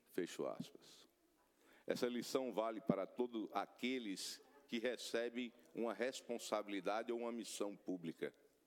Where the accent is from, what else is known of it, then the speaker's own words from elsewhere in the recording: Rio Grande do Norte, Brazil; E ao Rio Grande do Norte, minha terra, minha história